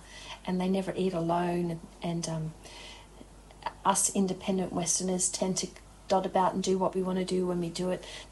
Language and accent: English; Cabramurra, New South Wales, Australia; moved away; my hometown being the Snow Mountains, where my dad was an engineer. He lived in an old township called Cabramurra, moved across to the new township when I was a newborn baby